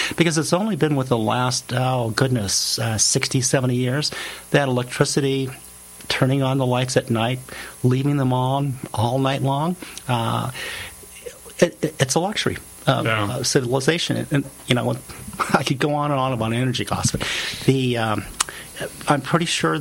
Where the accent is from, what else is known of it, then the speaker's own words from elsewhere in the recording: Las Cruces, New Mexico, United States; Growing up in Las Cruces, I realize now that I had a different childhood. So I grew up around the university.